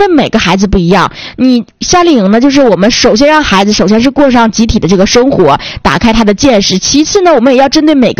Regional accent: Northeast China, China; accent: Northeastern (Dongbei) dialect; 我们东北话就从来没有撒过手

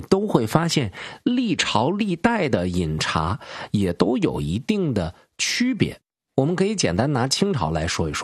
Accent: China; 我们中国人

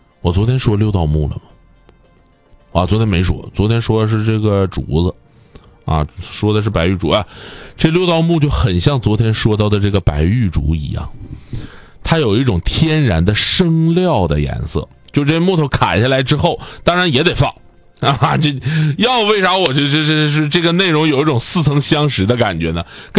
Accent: Northeast China, China; 我们东北话讲叫 K 呀

